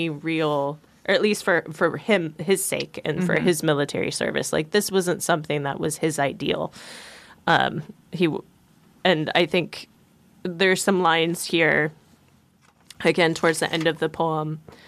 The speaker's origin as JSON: {"language": "English", "town": "Palmer", "country": "United States", "tie": "born or raised there", "said": "I was born and raised in Palmer. The idea of fruit trees is very exciting."}